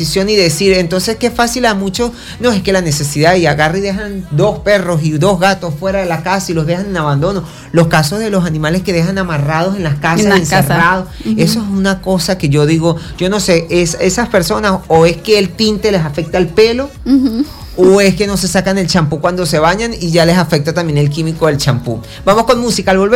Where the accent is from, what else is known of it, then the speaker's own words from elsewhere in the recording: Venezuela; somos venezolanos, somos los mejores humanos que existen.